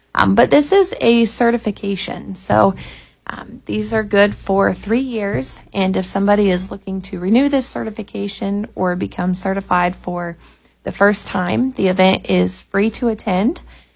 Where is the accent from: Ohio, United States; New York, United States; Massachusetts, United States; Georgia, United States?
Ohio, United States; So I grew up in Noble County, Ohio, a little below Cambridge there. And I grew up on my family's beef cattle operation.